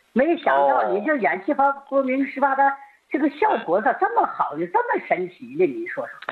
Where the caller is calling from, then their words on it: Tianjin, China; 哎，我是天津的。